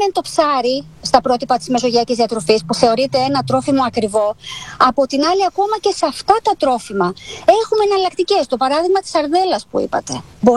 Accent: Greece; ειδικά εμείς που είμαστε Έλληνες και ζούμε σε μια χώρα

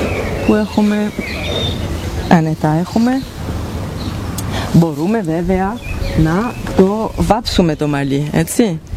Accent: Belgium; born there; Greek is a second language; Αλλά είμαι Ιταλίδα και Γερμανίδα.

